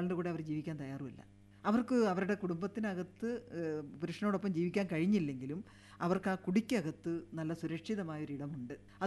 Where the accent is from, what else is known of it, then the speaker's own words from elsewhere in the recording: Komalikkudi, Kerala, India; കോമാളിക്കുടി പ്രദേശത്താണ് ഞാൻ ജനിച്ചു വളർന്നത്.